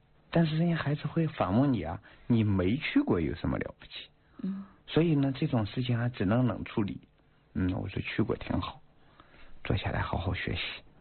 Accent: Shanxi, China; moved away; also born or lived in Yunnan; 那会儿呢，我是在云南教书。哎呀，我说老师，我是北方人，我是山西人，我喜欢吃面条

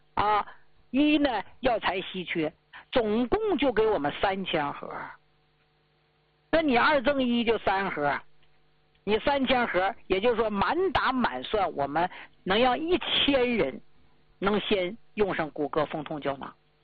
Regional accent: Jilin, China; 那长白山就这个地界有个特点，咱们吉林老家人都知道，冬暖夏凉

